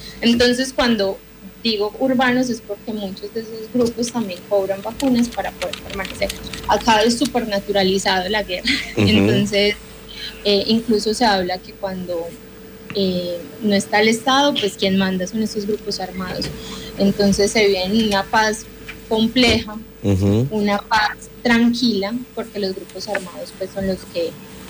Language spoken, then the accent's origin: Spanish; Medellín, Antioquia, Colombia; yo soy de Medellín